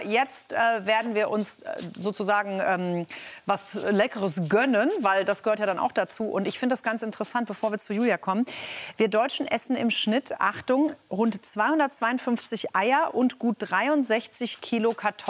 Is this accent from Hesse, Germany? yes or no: yes; Frankfurt, Hesse, Germany; Also ich war nicht im Team, aber ich komme auch aus Frankfurt.